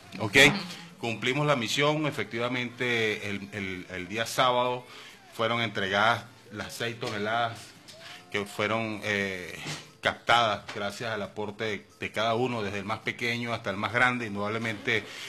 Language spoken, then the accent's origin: Spanish; Venezuela; somos venezolanos